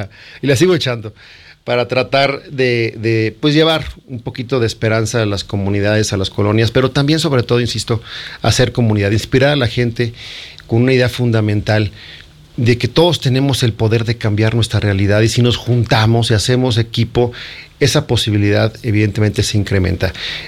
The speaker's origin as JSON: {"language": "Spanish", "region": "Zacatecas", "country": "Mexico", "tie": "born or raised there", "said": "Yo crecí en Zacatecas, igual que tú, donde podíamos jugar en la calle sin mayor problema."}